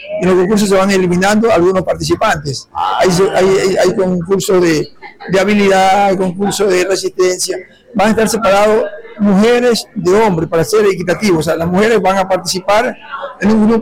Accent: Calceta, Manabí, Ecuador; now in Manta, Ecuador; Sí, sí, nosotros somos de Calceta, Santa Marta nació como negocio en Calceta, y nosotros vivimos nuestros primeros años de vida en Calceta. Entonces, Calceta es una tierra muy ligada a nosotros, una tierra que la llevamos en el corazón.

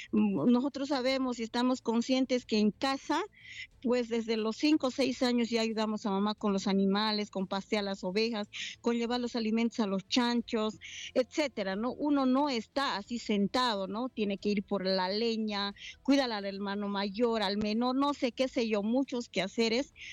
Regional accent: Sucre, Chuquisaca, Bolivia; moved away as an adult; now in Chuquisaca, Bolivia; Yo soy de Sucre

